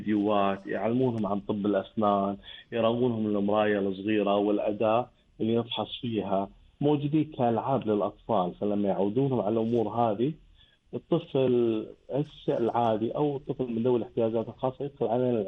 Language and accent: Arabic; Kuwait; وهذه أكثر الشغلات الأغلاط الشائعة عندنا بالكويت.